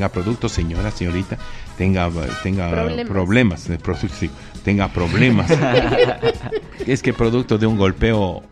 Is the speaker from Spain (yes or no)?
no; Ecuador; Yo soy ecuatoriano, soy vivo.